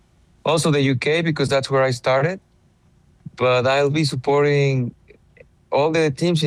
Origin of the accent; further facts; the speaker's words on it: Guadalajara, Jalisco, Mexico; moved away; also born or lived in United Kingdom; I am from Guadalajara, Mexico.